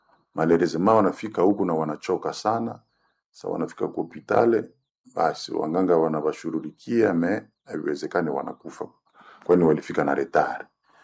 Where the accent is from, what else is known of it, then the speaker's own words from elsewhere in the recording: Butembo, North Kivu, DR Congo; hapa Butembo kwetu